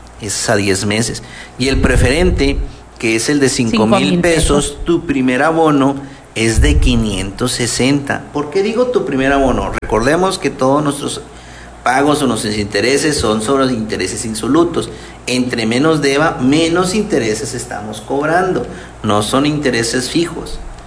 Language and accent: Spanish; Mexico; si no somos un mexicano